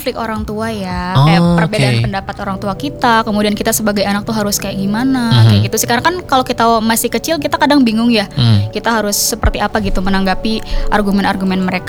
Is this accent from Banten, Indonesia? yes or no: yes; Banten, Indonesia; aku kan aslinya tuh dari Banten.